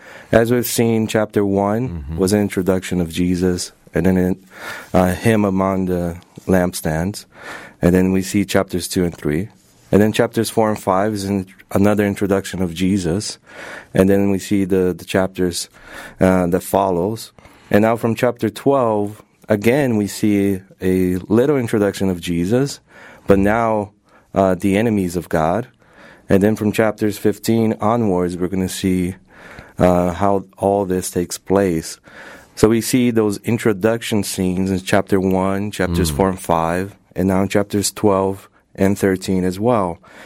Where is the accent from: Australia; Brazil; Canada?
Brazil; now in Berrien Springs, United States; Yeah, I come from Brazil, and I'm currently doing a doctoral program here at Andrews University on the New Testament area and biblical studies.